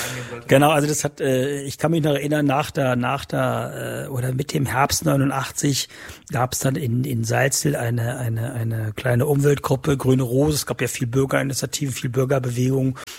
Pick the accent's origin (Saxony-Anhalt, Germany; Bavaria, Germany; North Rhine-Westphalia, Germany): Saxony-Anhalt, Germany; Wieblitz; born or raised there